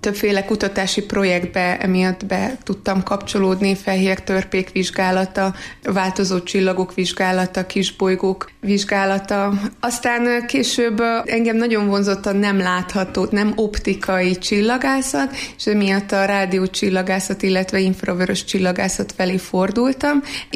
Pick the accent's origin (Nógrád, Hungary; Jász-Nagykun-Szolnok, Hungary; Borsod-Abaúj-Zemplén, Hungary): Nógrád, Hungary; Mátraverebély; moved away as an adult; also born or lived in Bátonyterenye; Én Mátra Verebéből származom, ez egy kis falu Nógrád megyében.